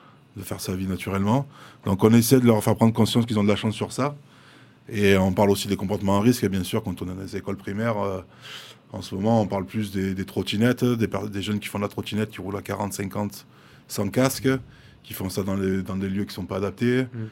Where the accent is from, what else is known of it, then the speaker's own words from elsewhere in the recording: Le Revest-les-Eaux, Provence-Alpes-Côte d'Azur, France; du village où j'ai grandi, au Reveste-les-Eaux